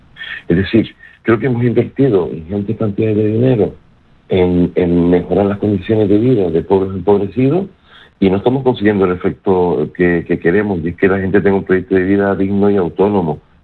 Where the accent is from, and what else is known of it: Canary Islands, Spain